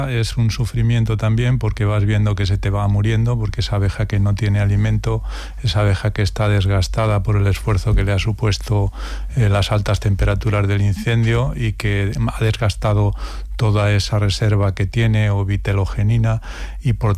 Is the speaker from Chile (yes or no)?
no; Porzuna, Castilla-La Mancha, Spain; A los 8 años tuve mi primer contacto en mi pueblo. Yo soy de Ciudad Real, de Porzuna.